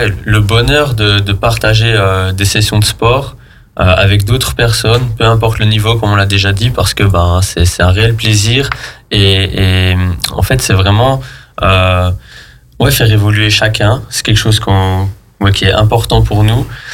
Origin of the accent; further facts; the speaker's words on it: Belgium; moved away as an adult; also born or lived in Savoie; now in Aix, France; 38 ans, moi je viens de Belgique, une fois, on va le faire. En fait ça fait 5 ans que j'habite, 3 ans que j'habite sur Aix, 5 ans en Savoie